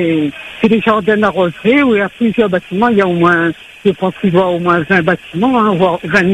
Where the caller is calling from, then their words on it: Réunion; on habite à la Bretagne, au chemin Bois Rouge, au jardin arrosé.